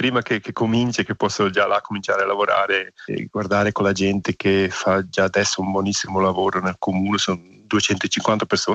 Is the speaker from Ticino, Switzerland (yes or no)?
no; Savognin, Graubünden, Switzerland; moved away as an adult; now in St. Moritz, Switzerland; vengo da un'altra parte, sono cresciuto a Savognina, oltre a montagna, anche questo magari un po' qualcosa interessante, che non sono proprio dalla valle oriundamente, ma sono adesso qui a quasi 20 anni che posso vivere qui e parlo la lingua